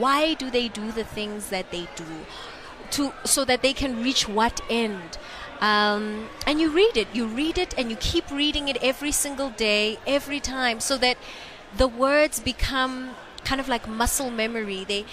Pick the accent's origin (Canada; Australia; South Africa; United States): South Africa; being a South African actress on a South African set